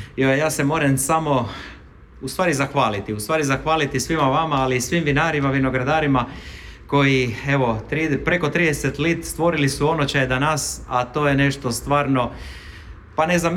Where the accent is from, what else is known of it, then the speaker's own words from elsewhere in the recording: Poreč, Istria County, Croatia; Možda jesam subjektivan kao Porečan, kao Istrijan prije svega